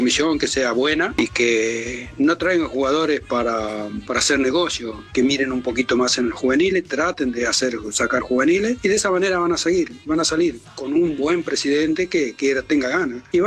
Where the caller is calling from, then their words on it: Buenos Aires, Argentina; de acá de Capital